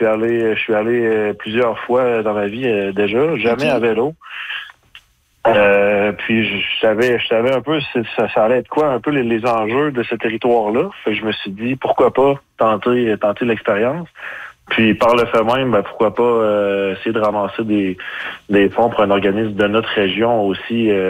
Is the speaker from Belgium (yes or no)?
no; Les Escoumins, Quebec, Canada; Moi, je suis d'Écomo, en fait.